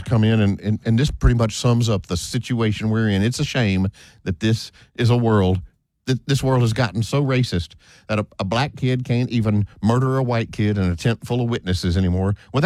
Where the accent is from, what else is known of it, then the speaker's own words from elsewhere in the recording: Clute, Texas, United States; I grew up in the Houston area, you know, south of town a little bit, called Clute.